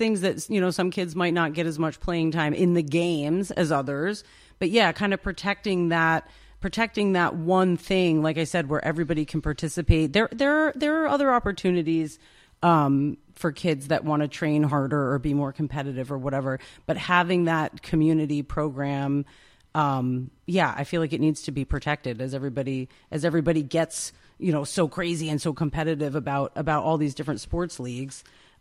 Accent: New York, United States; born there; now in Catskill, United States; so I'm not from Catskill, but I'm from across the river, but I might as well be from a different planet. I know how these communities can be. I grew up in one, you know, Nobody comes and nobody goes.

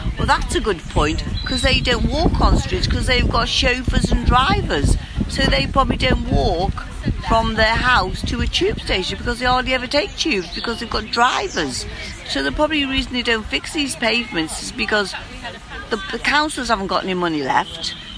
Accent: Liverpool, North West England, United Kingdom; now in London, United Kingdom; Based in London. Professional artist, live in London, but I'm from Liverpool.

